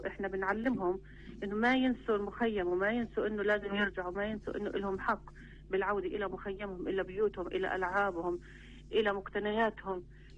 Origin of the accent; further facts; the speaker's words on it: Jenin, West Bank, Palestine; أنا كامرأة فلسطينية لاجئة في مخيم جنين، عاشرت النكبة لعدة مرات في مخيم جنين. كانت بالبداية في عام 2002 لما تم هدم جزء كبير من المخيم وهجرنا من البيوت إلى أماكن مجاورة للمخيم. عشنا فترة النزوح